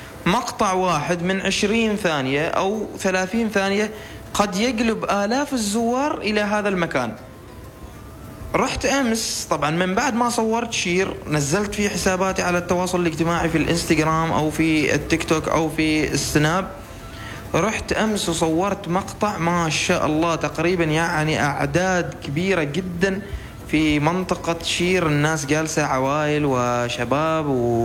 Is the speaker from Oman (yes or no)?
yes; Oman; نحن عندنا في سلطنة عمان